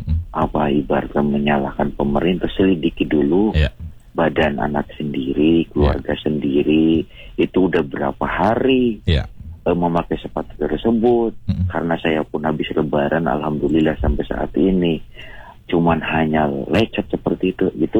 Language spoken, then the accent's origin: Indonesian; West Java, Indonesia; Kayak orang ngecom ya berarti kalau bahasa Sundanya. Karena saya orang Sunda ya.